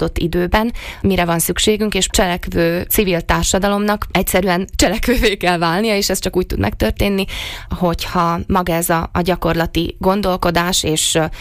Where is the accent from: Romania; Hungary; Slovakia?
Slovakia; szlovákiai magyarként ez egy nagyon specifikus helyzet